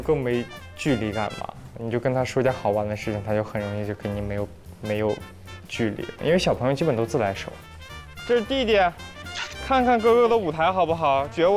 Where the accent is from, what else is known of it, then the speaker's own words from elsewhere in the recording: Jilin, China; 我吉林的。